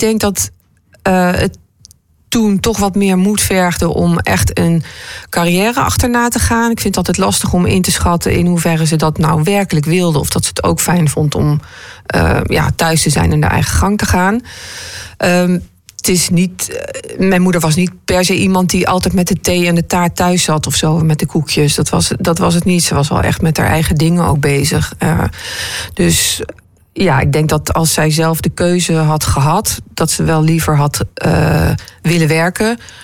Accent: Arnhem, Gelderland, Netherlands; born there; Maar ik ben in Arnhem geboren en daarna kwam er nog een broertje... die in Arnhem is geboren ook.

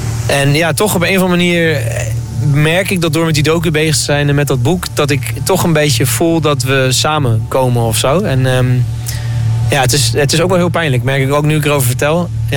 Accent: Groningen, Netherlands; Want toen ik jong was, dacht ik echt, moet ik hier in Groningen?

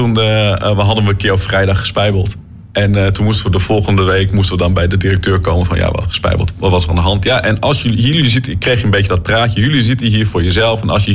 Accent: East Germany, Germany; Toen ik klein was nog in Oost-Duitsland... had ik een keer voor mijn 5e of 6e verjaardag... een fornuis gekregen

